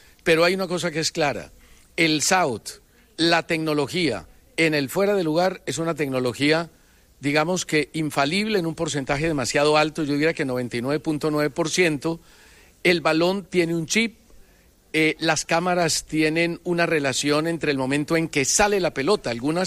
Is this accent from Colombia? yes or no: yes; Colombia; que a uno como colombiano